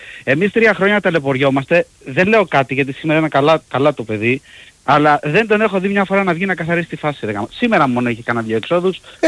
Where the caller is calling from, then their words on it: Kifisia, Attica, Greece; από την Κηφισιά.